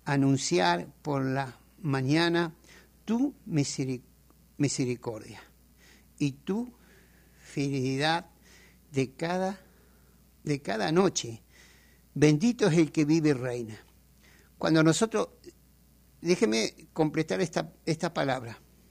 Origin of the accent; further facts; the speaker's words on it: La Pampa, Argentina; vengo de muy lejos, de una tierra muy leja, está muy lejos, Argentina